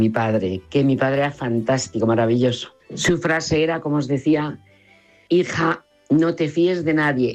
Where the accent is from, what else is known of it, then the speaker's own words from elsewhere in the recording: Madrid, Community of Madrid, Spain; also born or lived in Quintanar de la Orden, Castilla-La Mancha; Yo nací en un pueblo en el centro de La Mancha, en un pueblo de La Mancha ahí en el centro, y me crié luego en Madrid.